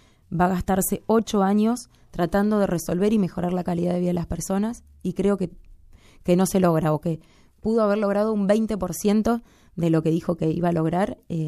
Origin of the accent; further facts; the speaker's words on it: Ramallo, Buenos Aires Province, Argentina; las personas que habitan nuestra ciudad